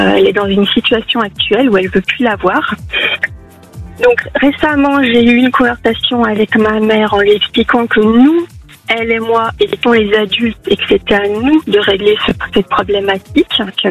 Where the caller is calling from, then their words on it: Chambéry, Auvergne-Rhône-Alpes, France; De Chambéry.